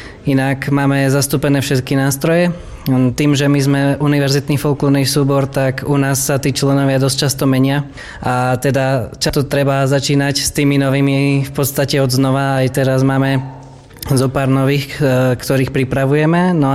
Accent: Helpa, Banská Bystrica Region, Slovakia; Ja tým, že pochádzam z Helpy, takže aj tam sa venujem folklóru a hrávame takisto s ďalšou partiou aj tam.

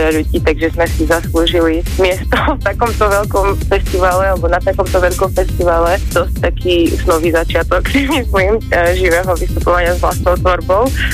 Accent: Košice, Košice Region, Slovakia; moved away as an adult; now in Prague, Czech Republic; Ja som pôvodne z Košíc, takže moja cesta začala tam.

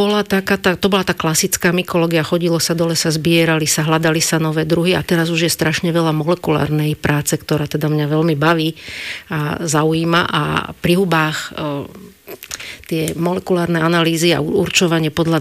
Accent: Bratislava, Bratislava Region, Slovakia; Ja som Paneláková Bratislavčanka kompletne

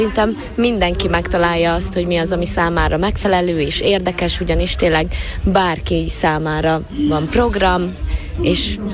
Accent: Želiezovce, Nitra Region, Slovakia; moved away; Én zselíziként mindig nagyon boldog vagyok, amikor hazajöhetek erre a fesztiválra

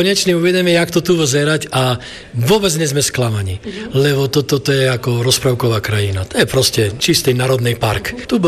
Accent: Stakčín, Prešov Region, Slovakia; now in Humenné, Slovakia; ale my ako Rusnáci sme všetké Rusnáci, za to, že i keď žijeme v Humennom, všetké sme z rusnáckých valálí. Ja napríklad zo Stašina.

